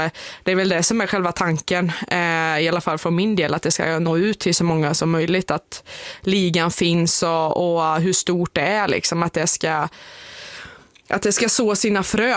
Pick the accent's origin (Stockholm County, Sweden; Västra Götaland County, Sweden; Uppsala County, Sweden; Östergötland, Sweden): Västra Götaland County, Sweden; Skövde; Nej, men det är väl familj och vänner hemma i Skövde.